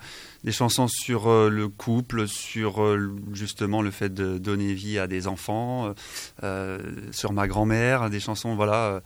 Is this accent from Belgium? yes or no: no; Le Mans, Pays de la Loire, France; moved away as an adult; now in Landes, France; Moi, je viens du Mans, au départ.